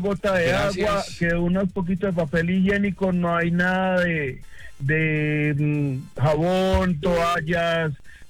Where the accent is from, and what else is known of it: Caldas, Colombia